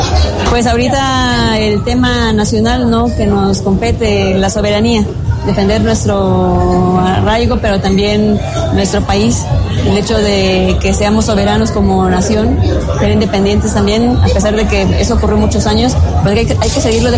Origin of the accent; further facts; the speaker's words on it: Mexico; Pues ser mexicana es un honor, ¿no? Es algo que se lleva a las raíces. Somos mexicanos y de pueblo indígena también